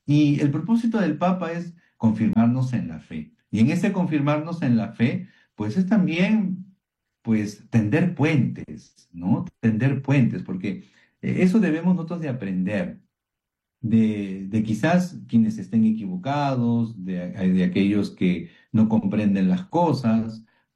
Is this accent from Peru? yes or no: yes; Peru; conoce lo cálidos que somos, porque los peruanos somos cálidos, ¿no?